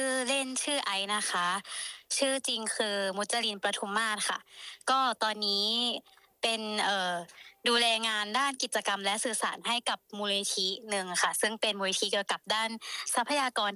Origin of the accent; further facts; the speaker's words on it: Bangkok, Thailand; ไม่ได้เป็นคนกระบี่ค่ะก็คือเป็นคนกรุงเทพค่ะ